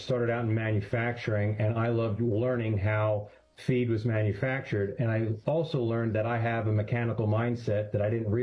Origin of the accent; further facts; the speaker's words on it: Pennsylvania, United States; I'm from Douglas Hill, Pennsylvania. I'm the oldest of two. My brother is 13 years my junior.